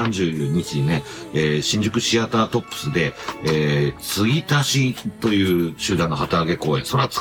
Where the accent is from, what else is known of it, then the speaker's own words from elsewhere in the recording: Omuta, Fukuoka, Japan; いや、私のは福岡の大牟田とこ出身で、